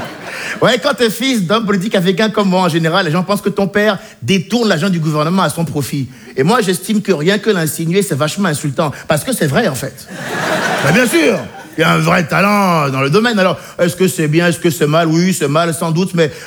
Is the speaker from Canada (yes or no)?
no; Benin; born or raised there